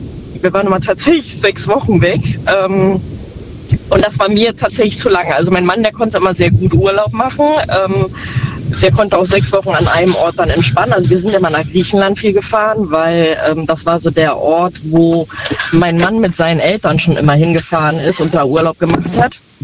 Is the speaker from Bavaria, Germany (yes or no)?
no; Neunkirchen, North Rhine-Westphalia, Germany; Genau, aus Neunkirchen.